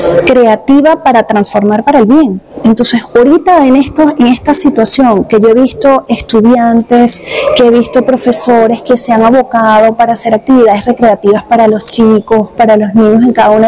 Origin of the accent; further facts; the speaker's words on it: Venezuela; now in San Martín, Venezuela; yo soy orgullosamente venezolana